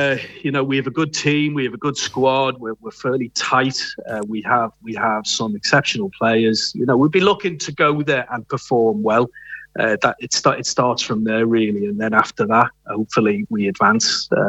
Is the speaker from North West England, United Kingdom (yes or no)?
yes; North West England, United Kingdom; moved away; Yeah, well, look, I'm from Merseyside.